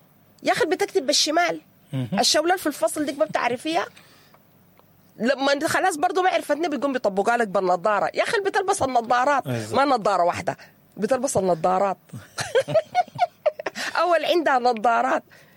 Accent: Sudan; نحن كسودانيين مجتمع علاقاتي، دنيتنا كلها علاقات، بنعرف الحلة كلها.

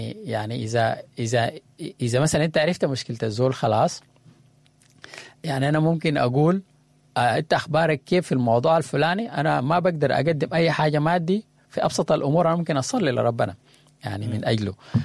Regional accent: Sudan; كسودانيين

